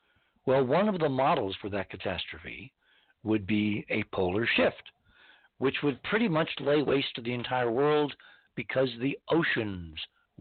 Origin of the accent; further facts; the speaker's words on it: Morristown, New Jersey, United States; born there; I was born in Morristown. I have an affinity for Morristown.